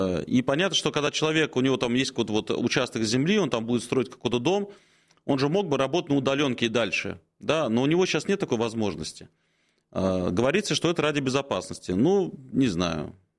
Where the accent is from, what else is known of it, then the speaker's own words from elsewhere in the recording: Moscow, Russia; moved away as an adult; now in Moscow Oblast, Russia; Подмосковье мое родное, ну, я вообще москвич коренной, но вот уже давно живу в Подмосковье, служу в Подмосковье